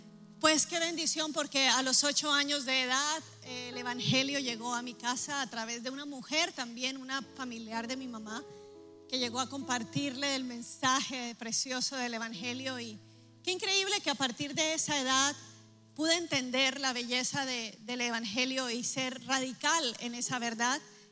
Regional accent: Barranquilla, Atlántico, Colombia; born there; moved away; Yo nací en Barranquilla, Colombia.

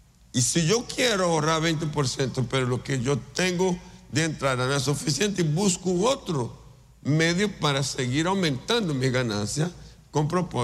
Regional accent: Brazil; en mi país, Brasil

